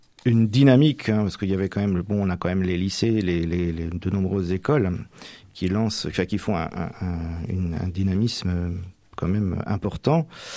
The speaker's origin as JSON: {"language": "French", "region": "Normandy", "country": "France", "said": "Non, parce que je suis vraiment originaire de la Manche, hein, même si je suis originaire du Nord-Manche, mais bah, ma région natale, le Val-de-Serre"}